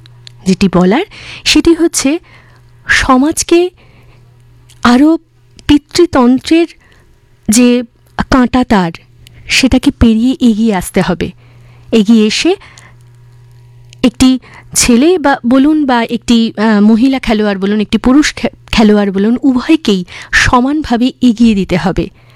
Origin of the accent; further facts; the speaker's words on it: India; আমাদের ভারতেও